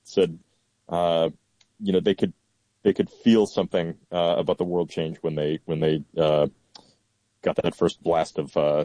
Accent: Rochester, New York, United States; No. I grew up in Rochester, New York. My father is an optometrist, so definitely was comfortable, but not, you know, definitely not rich, not wealthy.

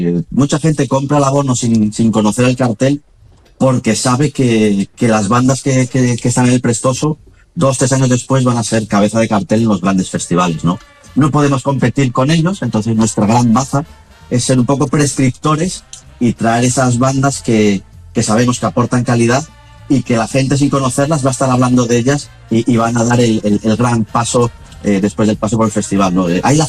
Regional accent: Cangas del Narcea, Asturias, Spain; Somos en Cangas del Narcea el único sitio de Asturias en el que no tenemos sidra, sino que tenemos vino, ¿no?

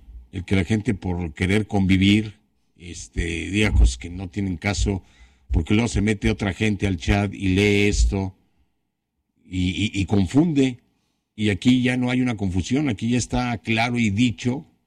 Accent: Mexico; moved away; el querer saber por qué salí de México, pues es una situación muy privada

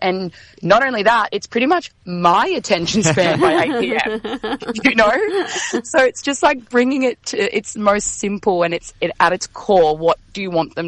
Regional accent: Gold Coast, Queensland, Australia; I'm from the Gold Coast, and yes, there's an Italian community here, and I love finding other Italians in my local community.

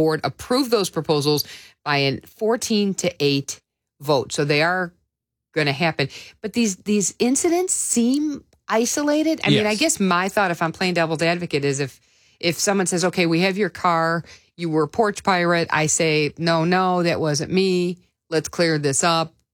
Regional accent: Chicago, Illinois, United States; accent: Chicago; I know I'm using my Chicago accent

